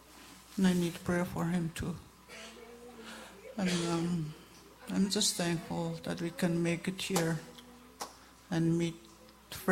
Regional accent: Garden Hill, Manitoba, Canada; We're from Garden Hill. There's six of us that came.

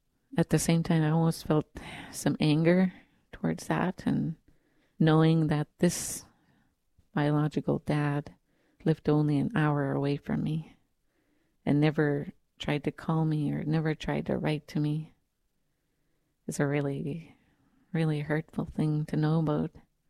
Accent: British Columbia, Canada; I'm originally from Upper Nakli Indian Band, which is near Merritt, BC. The reserve is in two parts called Koshana and Douglas Lake. I lived on Koshana.

